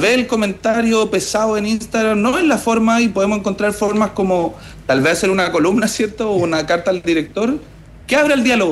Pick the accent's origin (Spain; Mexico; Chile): Chile; Santiago, Santiago Metropolitan Region; Y yo estoy ahora en la ciudad de Puerto Natales. Yo soy de Santiago, trabajo en la comuna de Pedro Aguirre Cerda.